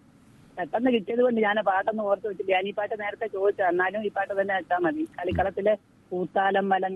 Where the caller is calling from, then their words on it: Chengannur, Kerala, India; ചെങ്ങന്നൂർ കാരക്കാട് നിന്ന് വിളിക്കുവാ.